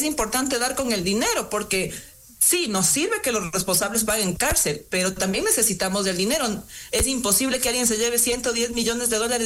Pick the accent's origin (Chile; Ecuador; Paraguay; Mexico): Ecuador